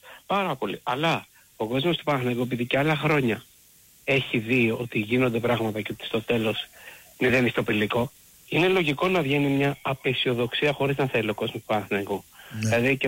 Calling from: Corinth, Peloponnese, Greece; από Κόρινθο.

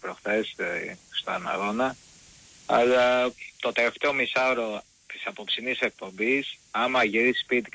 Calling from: Patras, Western Greece, Greece; είμαι από την Πάτρα

